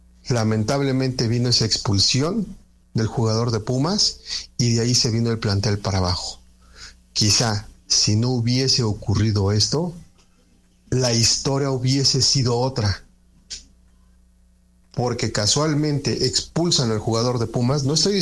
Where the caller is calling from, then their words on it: Mexico City, Mexico; soy de acá.